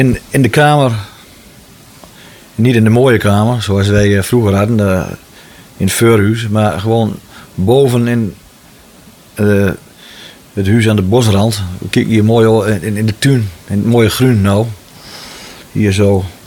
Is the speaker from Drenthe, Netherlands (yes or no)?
yes; Drenthe, Netherlands; Want ik als Drent vind dat natuurlijk hartstikke mooi.